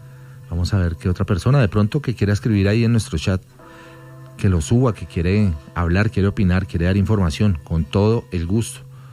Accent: Colombia

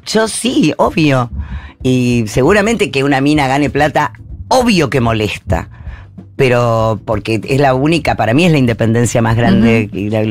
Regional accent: Buenos Aires, Argentina; que vengo de Floresta

